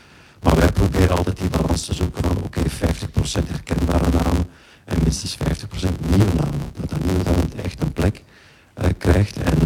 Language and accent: Dutch; Herentals, Flanders, Belgium; also born or lived in Turnhout; now in Limburg, Belgium; Ik ben in Turnhout geboren, ja. Maar ik ben opgegroeid in Herentals, Noorderwijk.